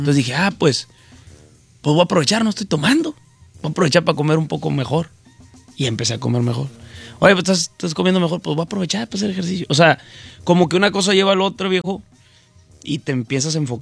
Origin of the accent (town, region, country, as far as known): Mexico